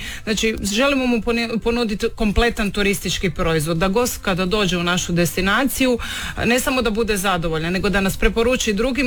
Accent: Zagreb, City of Zagreb, Croatia; moved away as an adult; now in Rijeka, Croatia; ja sam rođena Zagrepčanka sa riječkom adresom posljednjih 16 godina

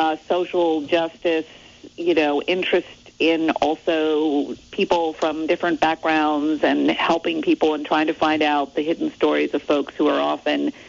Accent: Middlebury, Vermont, United States; Yeah, well, I grew up in Middlebury, Vermont. My dad was the dean of Middlebury College, so I grew up with, and he was a philosopher.

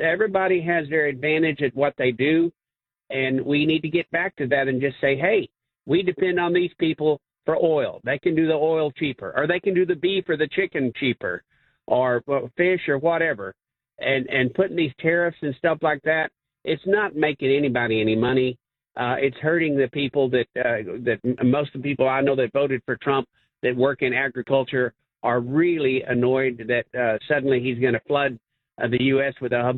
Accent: Texas, United States; I love my time in South Carolina as a Texan.

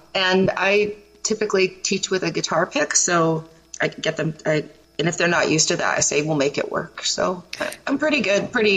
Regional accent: Saskatoon, Saskatchewan, Canada; born or raised there; also born or lived in Ottawa / Toronto; now in Niagara, Canada

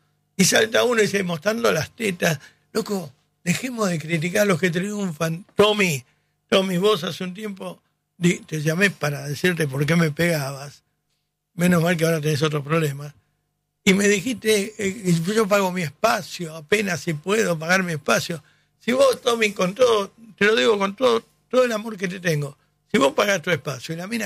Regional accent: Argentina; Quería que ganen porque soy argentino.

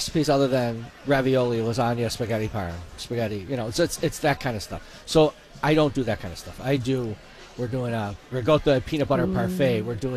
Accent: Buffalo, New York, United States; I'm from Buffalo, New York.

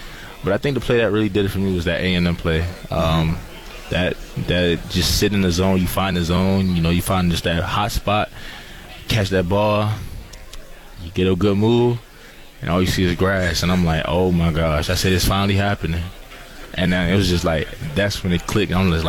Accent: Upper Marlboro, Maryland, United States; Okay, you have to go to my hometown of Upper Marlboro, Maryland.

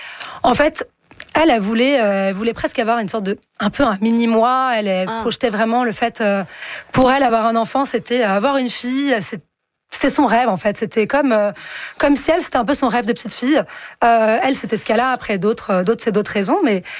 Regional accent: France; C'est vrai que chez nous, en France, ou comme vous le disiez au Canada, c'est pas possible.

